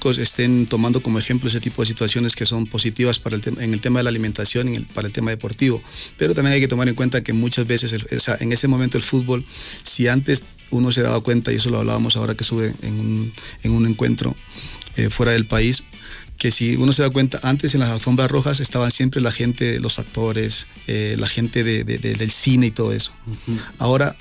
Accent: Quinindé, Esmeraldas, Ecuador; yo soy de Quinindé, conozco a Pacho, conozco a Angulo, a Nilsson, son gente del pueblo

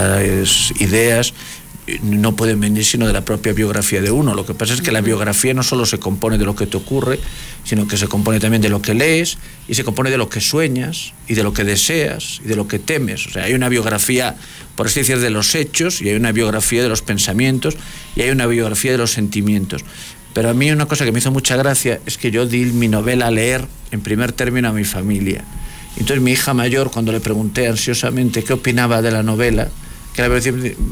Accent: A Coruña, Galicia, Spain; moved away as an adult; Galicia, ¿no? Donde yo viví mis primeros 23 años.

